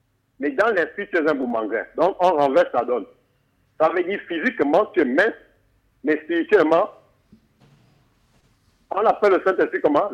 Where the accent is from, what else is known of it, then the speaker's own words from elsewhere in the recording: Booué, Ogooué-Ivindo, Gabon; il y avait un monsieur qu'on appelait Moutinène, chez moi à Boué, tellement il faisait trop le bruit.